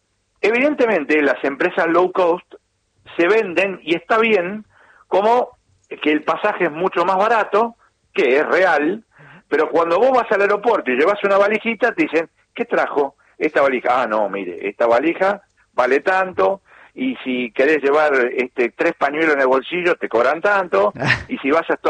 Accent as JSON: {"language": "Spanish", "country": "Argentina", "said": "soy argentino yo también"}